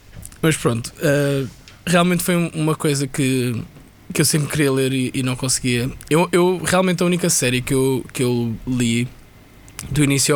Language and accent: Portuguese; Algarve, Portugal; Eu cresci no Algarve